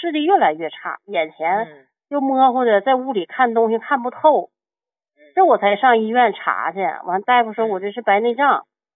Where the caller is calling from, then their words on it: Qiqihar, Heilongjiang, China; 尹老师，我家是齐齐哈尔的。